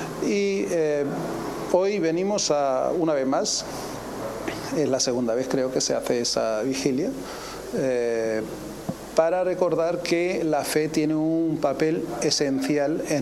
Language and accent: Spanish; Palestine; now in Uruguay